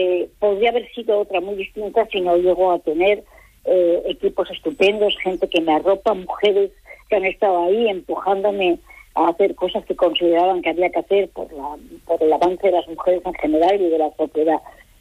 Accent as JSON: {"language": "Spanish", "region": "Asturias", "country": "Spain", "said": "yo soy asturiana de pura cepa"}